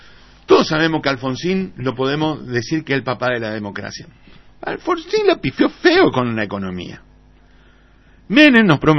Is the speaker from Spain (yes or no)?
no; Argentina; qué diablo estamos haciendo los argentinos.